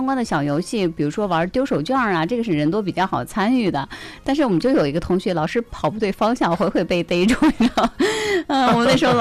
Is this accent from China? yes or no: yes; China; 我们中国人